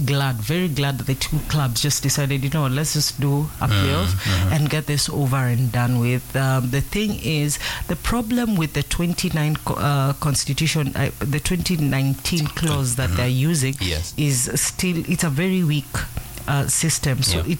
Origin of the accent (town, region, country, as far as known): Kenya